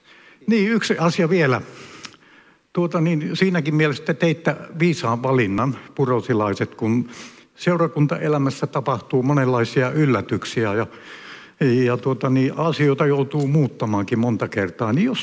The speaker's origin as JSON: {"language": "Finnish", "town": "Ranua", "region": "Lapland", "country": "Finland", "moved": "yes", "said": "me ollaan Ranualta kotoisin, me kolme veljestä."}